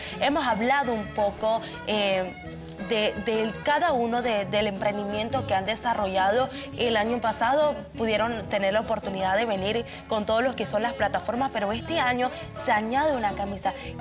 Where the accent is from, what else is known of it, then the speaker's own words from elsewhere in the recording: Panama; identificarme como panameña.